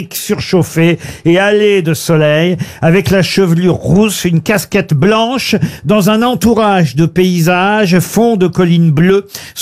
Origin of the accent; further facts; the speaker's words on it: Le Havre, Normandy, France; born there; Ben, peut-être qu'elle voulait découvrir ma ville natale.